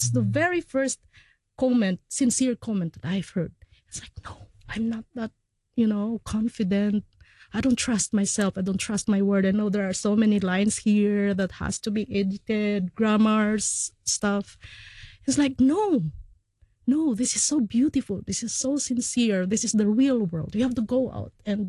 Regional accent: Philippines; English is a second language; now in Hong Kong; I'm domestic migrant worker in Hong Kong. I'm from the Philippines, and thank you for having me." That's when I read, and when I went to the sides, like, because I'm the only Filipino there

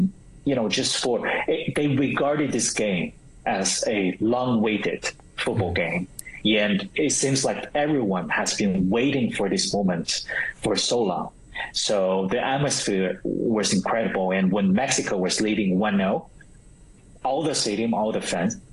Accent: China; English is a second language; And growing up in China, I always listen to my dad talking about football.

